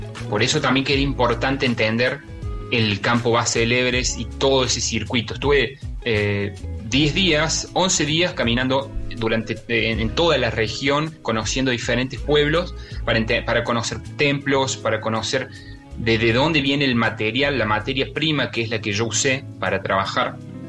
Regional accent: Argentina; Y tuve la suerte de ser argentino y de poder quedarme dos noches en el campo base

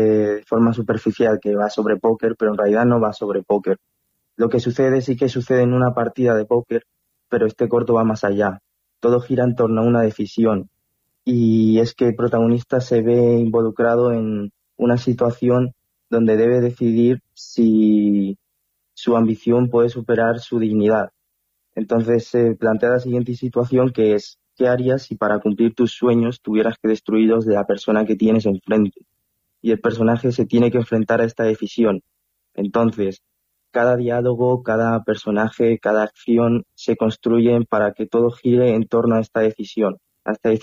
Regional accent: Tomelloso, Castilla-La Mancha, Spain; Tenemos uno en Tomelloso, en mi pueblo, sí, el 18 de septiembre.

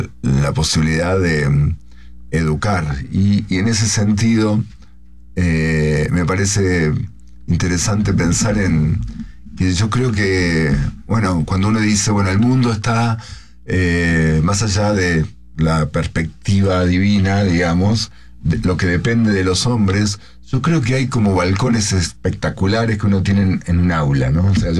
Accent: Rosario, Santa Fe, Argentina; yo no soy de Buenos Aires, soy de una ciudad que se llama Rosario, que está donde nacieron Ángel Di María y Lionel Messi.

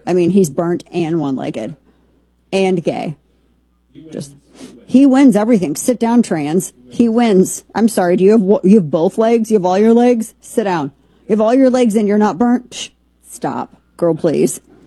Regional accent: United States; the reason being is because I'm an American. It's plain and simple. And I'm an American, so that's why.

